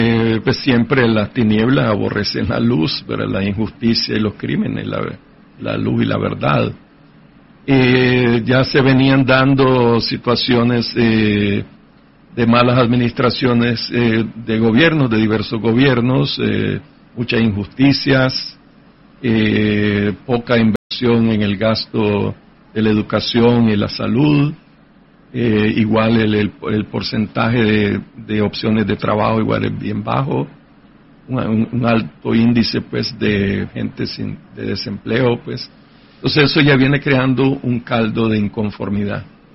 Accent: Managua, Nicaragua; Pues yo soy de Managua, Nicaragua. Nací en 1963, tengo 61 años de edad.

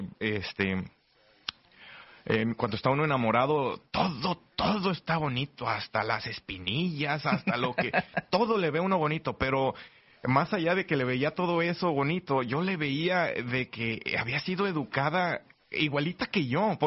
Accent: Tequila, Jalisco, Mexico; moved away as an adult; nos fuimos a casar a mi pueblo natal, Tequila, Jalisco.

